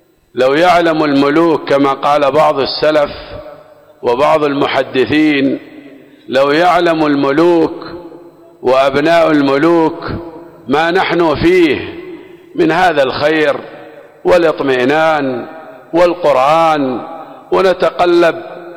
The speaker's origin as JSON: {"language": "Arabic", "region": "Aden", "country": "Yemen"}